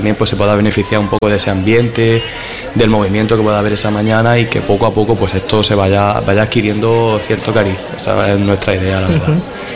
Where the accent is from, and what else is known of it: Cieza, Region of Murcia, Spain